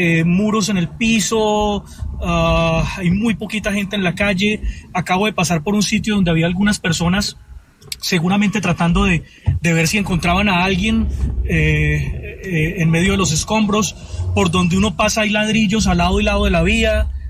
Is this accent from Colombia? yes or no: yes; Pereira, Risaralda, Colombia; moved away; yo soy de Pereira, y antes de irme para otro lado, pues viví aquí mucho tiempo y me conozco muy bien la ciudad